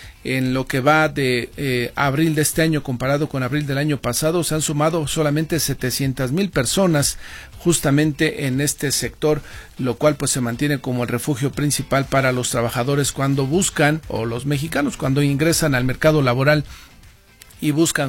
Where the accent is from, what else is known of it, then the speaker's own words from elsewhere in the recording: Mexico; Y que también los ciudadanos, uno como mexicano puede ver, puede denunciar si ves algo irregular, ¿no?